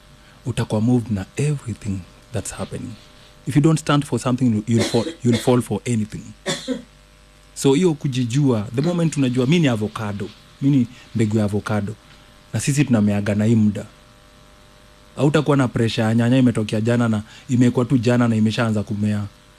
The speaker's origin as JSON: {"language": "Swahili", "region": "Nairobi", "country": "Kenya", "tie": "born or raised there", "said": "Nimezaliwa Madare."}